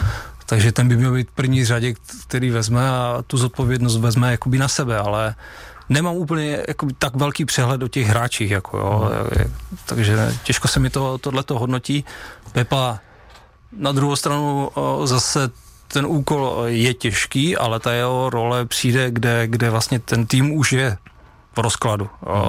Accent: Opava, Moravian-Silesian Region, Czechia; ale jsem z Opavy, jako narodil jsem se tam

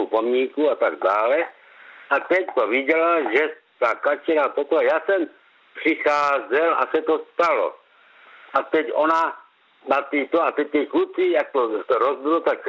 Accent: Krnov, Moravian-Silesian Region, Czechia; Já jsem rodák z Krnova

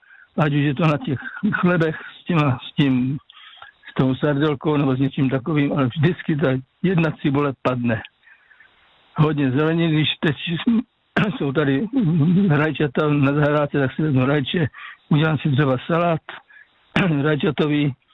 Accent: Moravian Slovakia, Czechia; já pocházím z Moravskoslovácka

